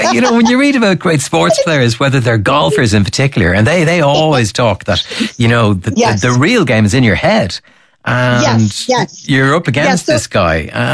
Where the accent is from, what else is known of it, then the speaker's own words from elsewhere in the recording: Ireland; And that's something that really is very ingrained in us as Irish people, isn't it?